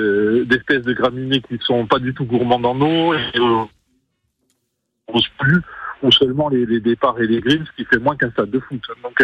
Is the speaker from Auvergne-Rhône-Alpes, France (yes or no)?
no; Corsica, France